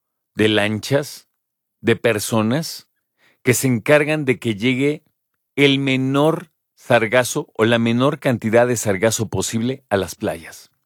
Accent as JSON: {"language": "Spanish", "country": "Mexico", "said": "A ver, yo creo que lo difícil de esto es que nosotros somos mexicanos."}